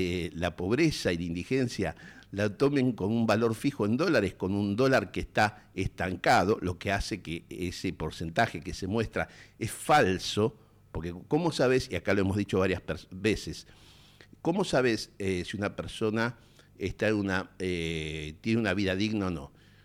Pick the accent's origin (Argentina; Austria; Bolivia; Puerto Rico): Argentina; nuestros derechos como argentinos